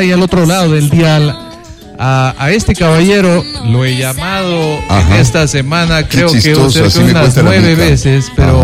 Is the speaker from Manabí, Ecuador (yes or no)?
no; Loja, Ecuador; Los lojanos nacemos donde nos da la gana.